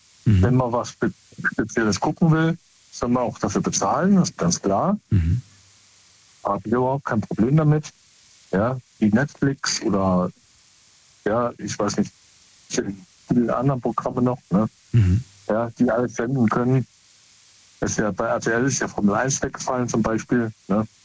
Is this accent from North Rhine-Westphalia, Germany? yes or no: no; Rhineland-Palatinate, Germany; Aus dem Hunsrück.